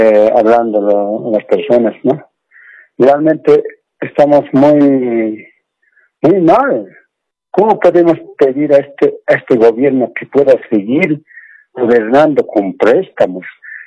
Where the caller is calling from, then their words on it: La Paz, Bolivia; Aquí le hablo de la ciudad de La Paz.